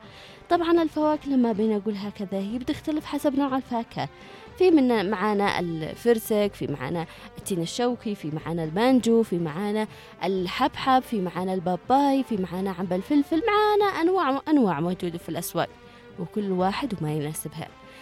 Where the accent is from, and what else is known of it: Yemen